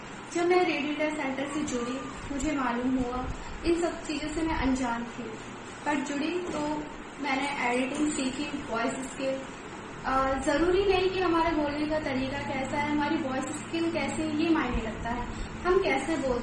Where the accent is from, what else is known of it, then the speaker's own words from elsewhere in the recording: Delhi, India; नमस्कार दोस्तों … और मैं दिल्ली से हूँ।